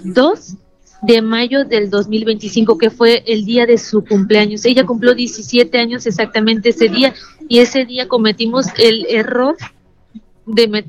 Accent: Poza Rica, Veracruz, Mexico

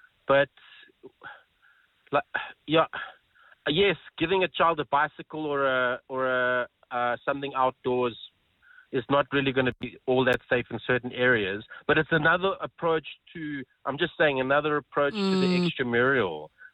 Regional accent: South Africa; also born or lived in Johannesburg; In coastal areas, when I was a kid growing up, we moved from Joburg down there and I got into surfing and I would surf all day, every day, as much as I could.

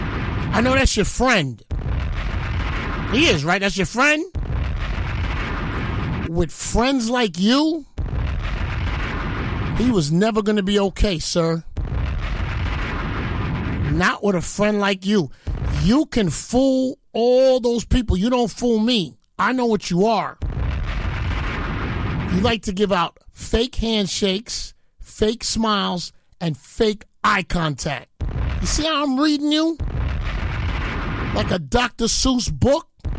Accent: Jamaica; I'm Jamaican.

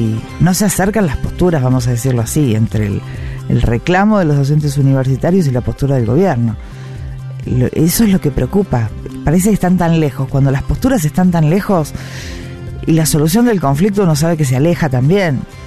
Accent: Cuyo, Argentina

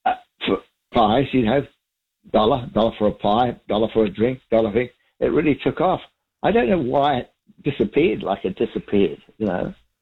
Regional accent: Mount Albert, Auckland, New Zealand; born there; I was born in Mount Albert. The old man worked on the wharf and whatnot.

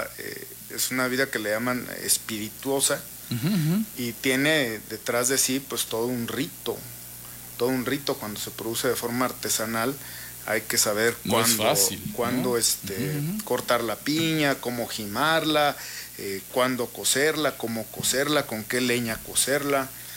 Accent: Piedras de Lumbre, Michoacán, Mexico; Yo soy originario de Piedras de Lumbre.

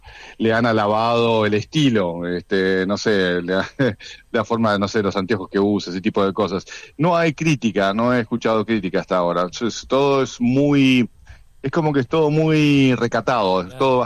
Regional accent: Argentina; now in Switzerland; yo como argentino

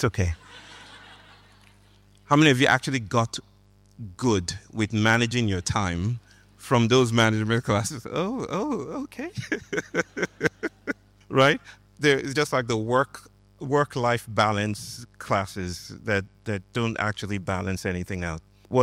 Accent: Nigeria; moved away; I grew up in Nigeria

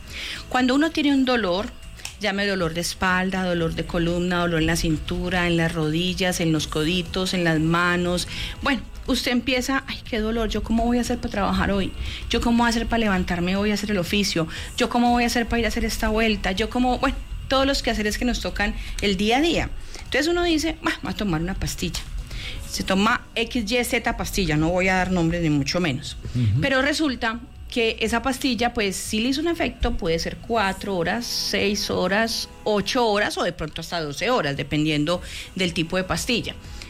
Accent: Colombia; Pero seguimos insistiendo en que todos somos colombianos, todos.

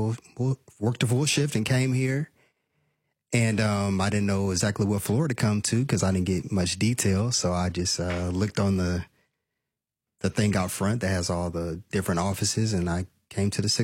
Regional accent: Decatur, Illinois, United States; I was born and raised in Decatur.

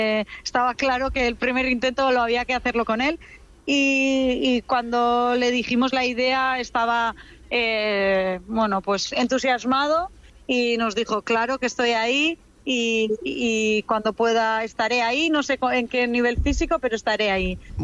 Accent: Basque Country, Spain; para nosotros como vascos

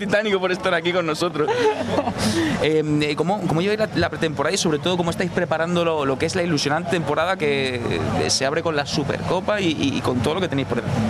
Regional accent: Castilla-La Mancha, Spain; now in Murcia, Spain; yo que soy relativamente cerca de Albacete, fíjate, 150 kilómetros

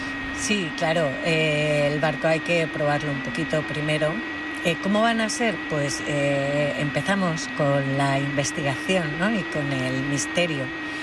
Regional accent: Cáceres, Extremadura, Spain; Yo soy de Cáceres y aquí estoy, y ha sido un movimiento enorme también, ¿no?

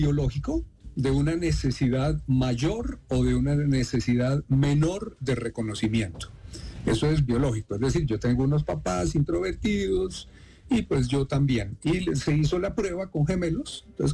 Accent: Bogotá, Colombia; Yo soy Rolo Chapinerún Ohala, pero además soy colombiano y soy colombiano y pertenezco y me miran como colombiano aquí y como Rolo Chapinerún.

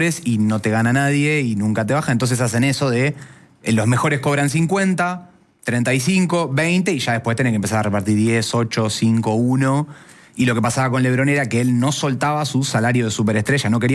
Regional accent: Argentina; para nosotros como argentinos o como sudamericanos, latinoamericanos

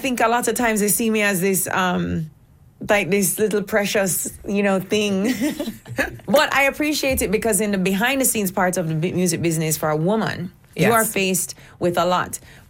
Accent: Jamaica; I'm a Jamaican girl. I'm a reggae artist.

